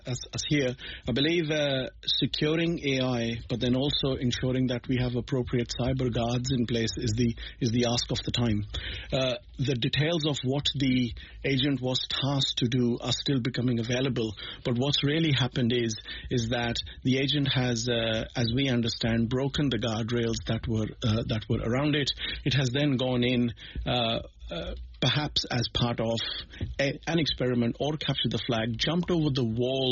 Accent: Australia; being an Australian citizen myself

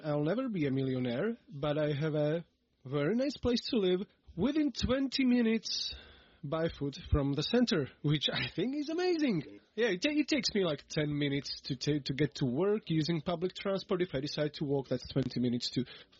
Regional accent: Prešov Region, Slovakia; now in Bratislava, Slovakia; I actually love living in Bratislava. My friends won't be happy to hear that because I come from the High Tatras

